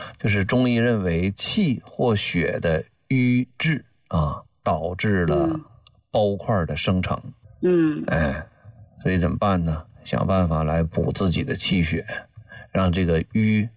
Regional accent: northern China, China; 你看我是北方人哈，北方的冬天很冷很冷的。

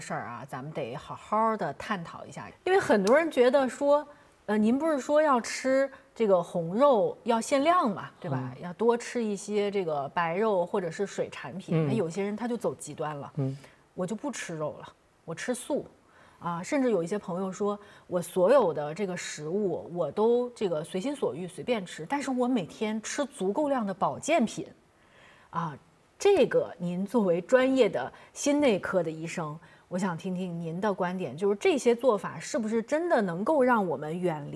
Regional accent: Zhengzhou, Henan, China; 比如说我是河南人，我老家是郑州的，我们那儿就是吃面食为主，

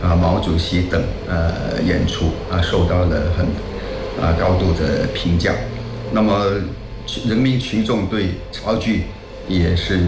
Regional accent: Chaoshan, Guangdong, China; 在我们家乡那不用说

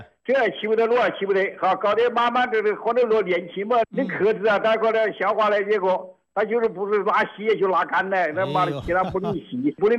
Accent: Kinmen County, Taiwan; 我是金门的。

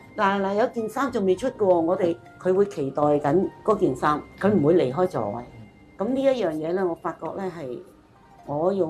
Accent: Macau; 我呢就是澳门土生土长的，但是呢就是我是佛山人

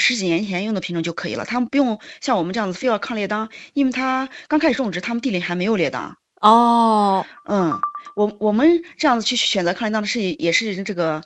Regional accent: Xinyuan County, Ili, Xinjiang, China; also born or lived in Chongqing; now in Beitun, Altay, China; 因为我也是新疆人，在新疆出生、新疆长大，但是我们家是新疆伊犁兴源县的，

